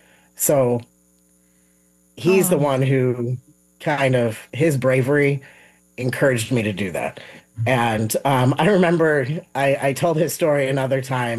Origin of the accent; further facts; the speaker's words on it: Park Ridge, Illinois, United States; a lot of that drive comes from resources that I didn't have even growing up in Park Ridge. And, you know, not forever long ago, you know, I'm only 46